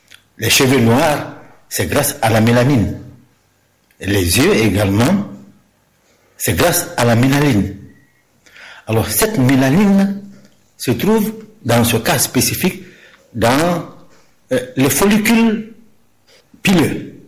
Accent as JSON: {"language": "French", "country": "Guinea", "said": "chez nous en Guinée"}